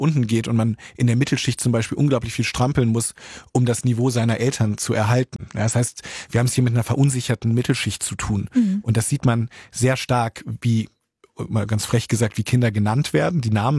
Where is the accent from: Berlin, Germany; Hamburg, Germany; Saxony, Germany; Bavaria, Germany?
Hamburg, Germany; Und in meiner Heimatstadt in Hamburg.